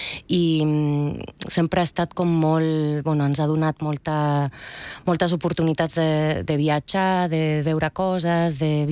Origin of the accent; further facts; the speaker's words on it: Bilbao, Basque Country, Spain; També és veritat que quan jo vaig créixer a Bilbao era una situació molt difícil.